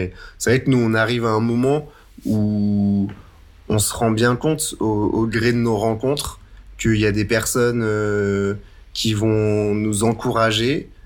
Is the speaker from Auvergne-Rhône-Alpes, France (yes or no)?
yes; Saint-Étienne, Auvergne-Rhône-Alpes, France; En plus, on est stéphanois et on ose chanter en occitan.